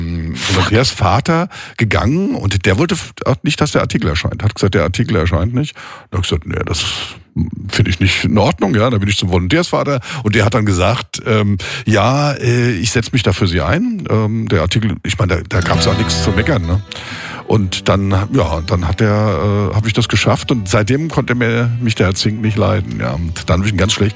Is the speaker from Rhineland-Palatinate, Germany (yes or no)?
yes; Mainz, Rhineland-Palatinate, Germany; now in Bodenheim, Germany; ich komme aus Mainz, bin da geboren, lebe in Bodenheim, im schönen Bodenheim.